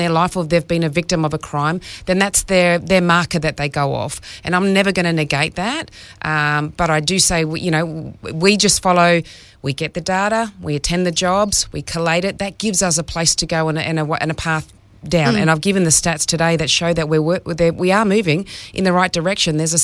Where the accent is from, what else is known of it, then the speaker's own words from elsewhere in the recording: New Zealand; moved away as an adult; now in Northern Territory, Australia; I come from New Zealand. I was a New Zealand police officer